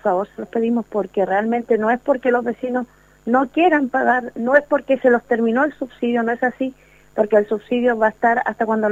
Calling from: Coronel, Biobío, Chile; Lo que pasa es que nosotros somos de Paso Seco 5, las últimas casas demolidas por mala constructividad aquí en Coronel.

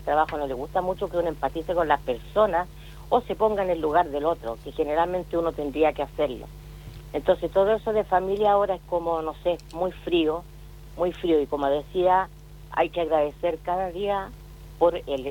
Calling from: Santiago, Santiago Metropolitan Region, Chile; Desde acá de Santiago, de la comuna Macul.

